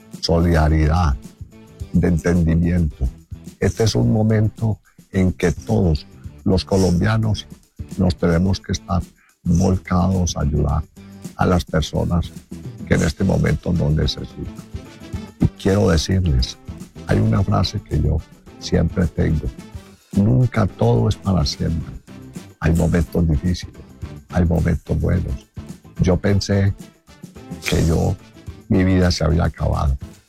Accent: Colombia; Vente, mi pueblo colombiano, los quiero, los amo.

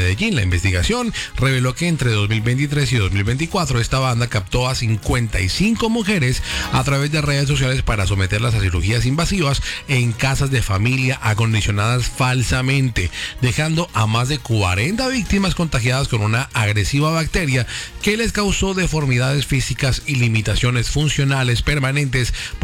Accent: France; No, yo soy francés.

